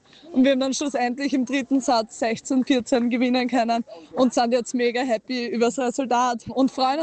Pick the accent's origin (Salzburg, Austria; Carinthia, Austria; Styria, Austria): Carinthia, Austria; Feldkirchen; born there; Wir sind beide in Feldkirchen geboren und deshalb war es wie ein Heimspiel für uns